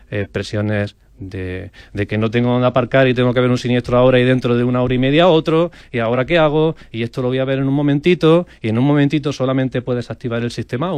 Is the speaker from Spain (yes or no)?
yes; Linares, Andalusia, Spain; yo soy de Linares, en la provincia de Jaén.